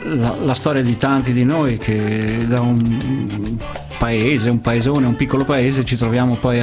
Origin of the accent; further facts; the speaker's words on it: Grottaminarda, Campania, Italy; now in Rome, Italy; io sono nato in Italia, ho vissuto in un paesone, ecco, e poi invece da 45 anni mi trovo in questa capitale che per me è casa